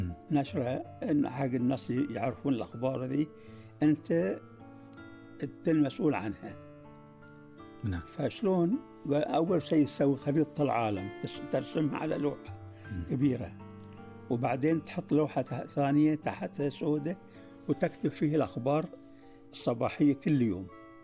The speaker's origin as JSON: {"language": "Arabic", "country": "Bahrain", "said": "فكانوا يحبون لما يسمعوا صوت العرب والقاهرة وبعدين يعني دمشق يعني هذه الإذاعات اللي كانت يعني موجودة عندنا في البحرين."}